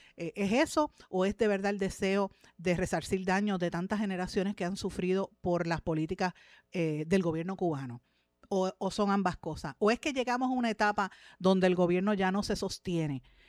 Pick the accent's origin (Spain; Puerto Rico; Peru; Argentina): Puerto Rico; Para nosotros aquí como Puerto Rico, como puertorriqueños, ¿qué representa esto?